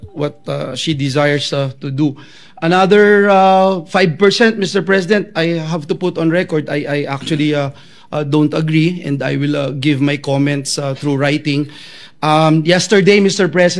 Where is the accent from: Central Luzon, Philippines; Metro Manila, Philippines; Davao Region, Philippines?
Central Luzon, Philippines; Bulacan; sabi ho ng matatanda sa amin sa Bulacan